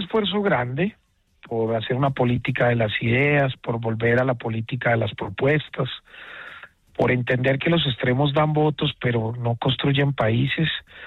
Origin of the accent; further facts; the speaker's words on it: Medellín, Antioquia, Colombia; yo nací en Medellín, pues soy bachiller del Colegio San José de la Salle